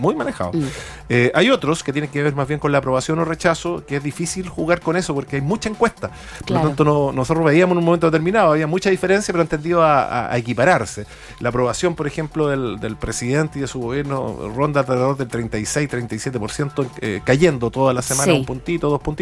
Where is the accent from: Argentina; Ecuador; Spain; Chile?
Chile; Coquimbo; De la región de Coquimbo.